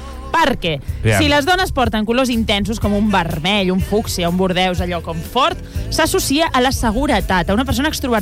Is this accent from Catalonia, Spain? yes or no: yes; Catalonia, Spain; És un tema de l'orgull que sento com a catalana, de la història que ha fet Barcelona, de la història que ha fet Catalunya.